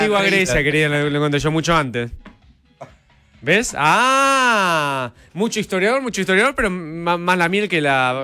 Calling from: Lanús, Buenos Aires Province, Argentina; Hola, chicos … de Lanús.

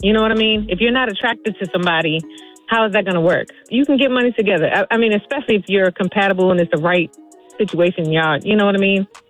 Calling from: Washington, District of Columbia, United States; I'm calling from Washington, D.C.

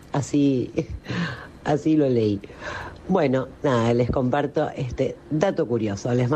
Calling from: Rosario, Santa Fe, Argentina; de Rosario.

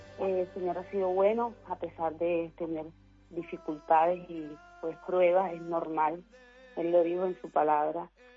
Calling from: Plato, Magdalena, Colombia; en Plato Magdalena.

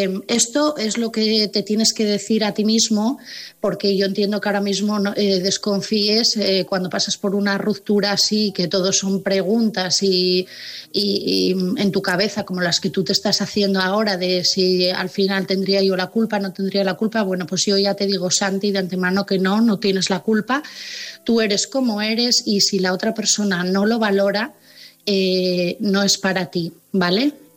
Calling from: Asturias, Spain; de Asturias

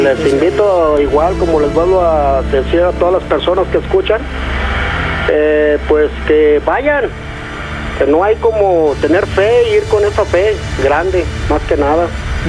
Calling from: Tequila, Jalisco, Mexico; Le hablo de Tequila, Jalisco.

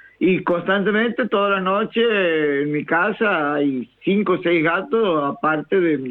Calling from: Argentina; somos argentinos

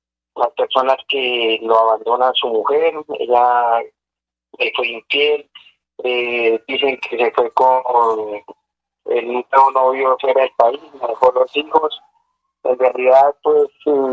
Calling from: Fusagasugá, Cundinamarca, Colombia; Ya llevo 15, 20 años más o menos viviendo aquí en Fusagasugá.

